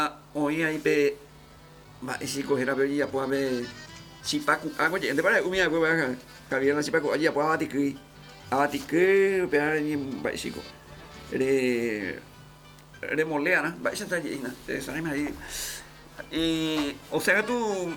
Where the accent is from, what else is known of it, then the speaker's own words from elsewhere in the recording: Paraguay; ya de Paraguay, lo que nos identifica como paraguayos, señor.